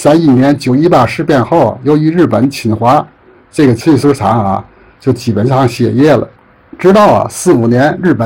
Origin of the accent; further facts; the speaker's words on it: Tianjin, China; 咱们天津人